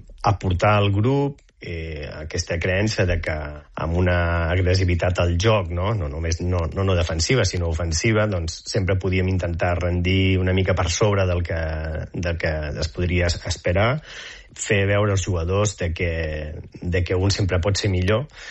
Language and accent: Catalan; Catalonia, Spain; now in United States; Doncs sí, som bastants catalans aquí